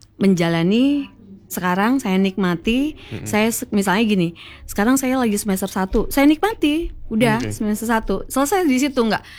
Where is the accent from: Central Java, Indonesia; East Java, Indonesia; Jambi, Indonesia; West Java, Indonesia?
West Java, Indonesia; Jadi kan setiap tahun tuh saya kan kebetulan dari Jawa Barat. Jadi kalau lebaran ke sana. Lebaran ke Jawa Barat.